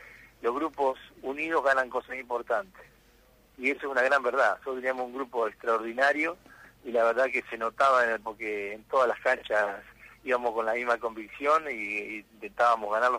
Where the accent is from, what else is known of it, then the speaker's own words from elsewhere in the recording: Córdoba, Argentina; moved away as an adult; also born or lived in Rosario / Concordia; now in Concepción del Uruguay, Argentina; en Rosario, y tenemos un hijo que nació acá en Entre Ríos, así que tenemos un Entre Ríos en la familia, y nosotros dos somos de Córdoba.